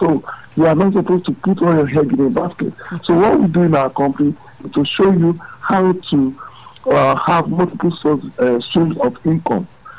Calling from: Lagos, Nigeria; I'm greeting you from Lagos, from Ogun State, from Oyo State.

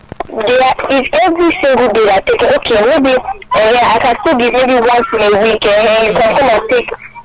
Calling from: Lagos, Nigeria; I'm calling from Lagos.

